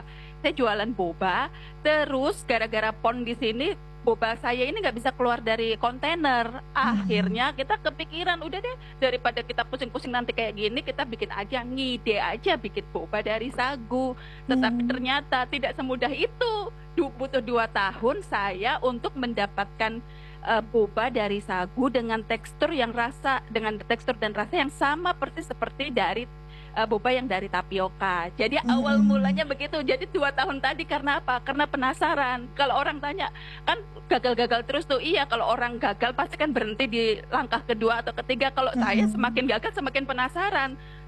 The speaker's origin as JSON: {"language": "Indonesian", "town": "Yogyakarta", "region": "Special Region of Yogyakarta", "country": "Indonesia", "tie": "born or raised there", "moved": "as an adult", "lives_now": "Jayapura, Indonesia", "said": "karena saya lahir besar di Jogja, lalu lulus kuliah, langsung merantau ke Papua, jadi saya sudah 15 tahun ini di Jayapura."}